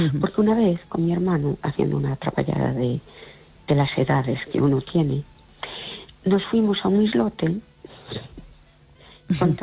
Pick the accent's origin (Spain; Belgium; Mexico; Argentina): Spain; Fene, Galicia